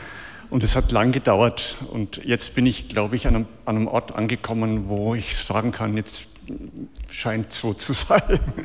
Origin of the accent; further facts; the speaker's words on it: Bavaria, Germany; Ich komme aus dem Allgäu